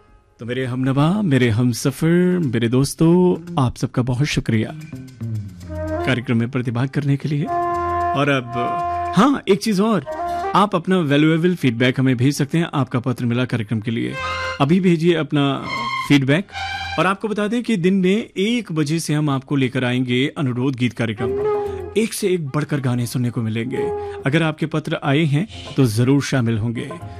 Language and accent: Hindi; Surajpur, Chhattisgarh, India; अगीना साल जिला सूरजपुर छत्तीसगढ़ से।